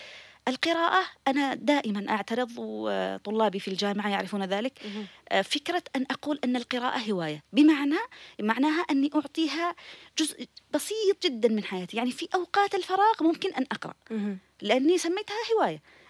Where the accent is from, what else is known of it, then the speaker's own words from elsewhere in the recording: Yemen; والدوام عندنا في اليمن حقيقة دوام خفيف جدا